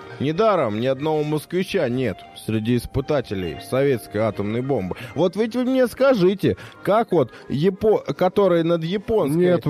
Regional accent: Kazakhstan

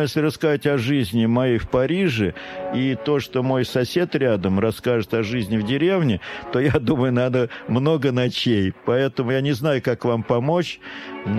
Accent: Kazakhstan; born there; Я еще говорю, я еще и казах, потому что я родился в Казахстане. А раз это моя земля и родина, значит, я еще немножко и казах.

